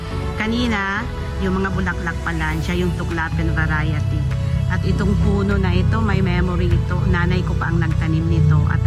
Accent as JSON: {"language": "Tagalog", "region": "Bicol Region", "country": "Philippines", "said": "sa amin sa Camarines Norte ay minerba."}